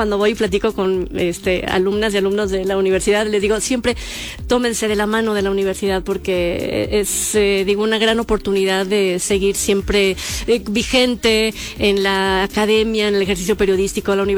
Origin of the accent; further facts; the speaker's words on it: Apatzingán, Michoacán, Mexico; now in Guadalajara, Mexico; Nacimos, toda mi familia es de aquí de Guadalajara, pero por cuestiones de trabajo de mi papá nos fuimos a Patzingán, Michoacán. Y allá estuvimos estudiando hasta la secundaria.